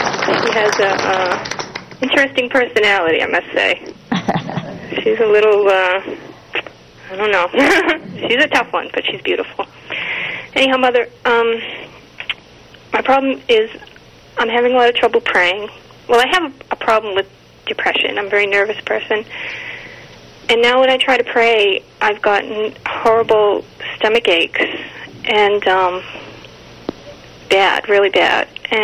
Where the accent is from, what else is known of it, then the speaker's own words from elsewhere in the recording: Massachusetts, United States; I'm from Massachusetts.